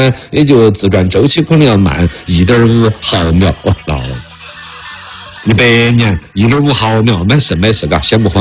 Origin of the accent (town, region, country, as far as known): China